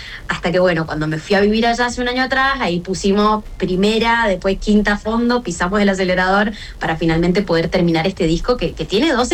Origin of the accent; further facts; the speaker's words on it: Mendoza, Argentina; yo no soy ninguna cipaya, soy bien mendocina.